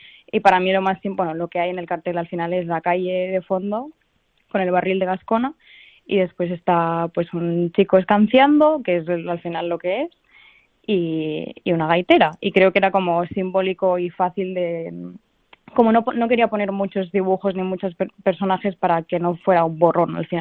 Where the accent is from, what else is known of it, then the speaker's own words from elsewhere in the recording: Barcelona, Catalonia, Spain; Además que yo vengo de Barcelona, que es una ciudad súper grande, que es donde estudié, y aquí las cosas van más lentas